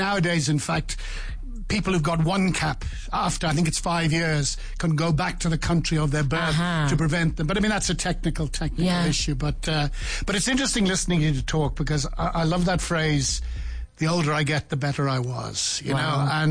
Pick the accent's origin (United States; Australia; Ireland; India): Ireland; moved away as an adult; now in South Africa; Everyone sort of says, you're … here. But I don't have a drop of Irish blood in me. My father was from Scotland and my mum was from Wales